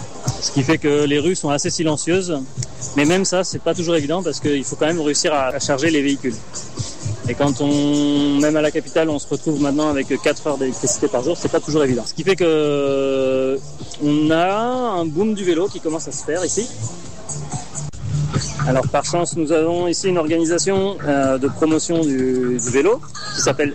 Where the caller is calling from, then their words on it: Havana, Cuba; Je suis à Cuba, à La Havane.